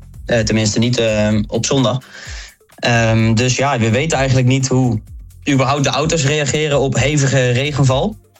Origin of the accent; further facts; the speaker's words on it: Netherlands; laten we hopen als Nederlanders dat hij nog een paar races kan gaan winnen.